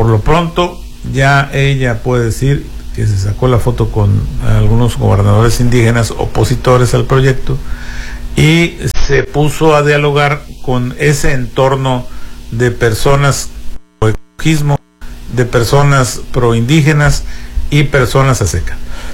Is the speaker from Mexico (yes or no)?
yes; Sinaloa, Mexico; Yo soy un hombre de Sinaloa que quiero mucho a mi entidad